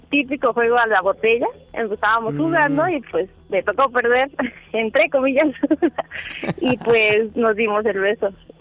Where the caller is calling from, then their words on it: Mexico City, Mexico; 30 años y soy de la Venustiano Carranza.